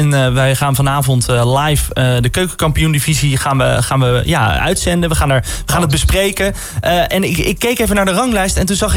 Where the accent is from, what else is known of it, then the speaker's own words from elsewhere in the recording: Rotterdam, South Holland, Netherlands; ik kom uit Rotterdam. En dan krijg je altijd een beetje een cynisch ondertoontje in elk gesprek wat je hebt.